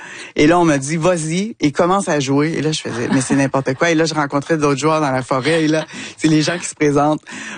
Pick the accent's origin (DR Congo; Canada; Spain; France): Canada; Quebec; du Québec. Ouais, je suis psychocriminologue et écrivaine. Et là, bon, j'avais changé un peu mon accent parce qu'il y a des gens qui avaient de la difficulté à me comprendre.